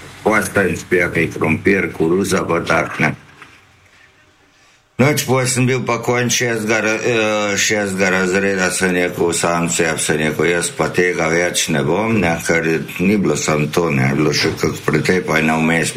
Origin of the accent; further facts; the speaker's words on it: Zagorje ob Savi, Central Sava, Slovenia; also born or lived in Trbovlje; Ja, rodil sem se v bistvu v Trbovljih v bolnici, da ga živel pa v Zagorju, v Psavi.